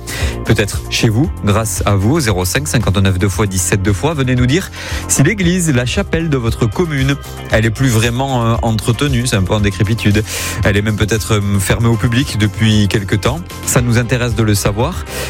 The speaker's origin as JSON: {"language": "French", "region": "Nouvelle-Aquitaine", "country": "France"}